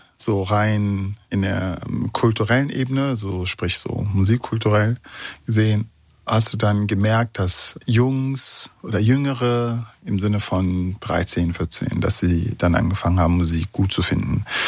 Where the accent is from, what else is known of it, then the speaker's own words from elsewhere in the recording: Bonn, North Rhine-Westphalia, Germany; aber auch dann als Zaungast und als Bonner und dann heißt es, ey, da war was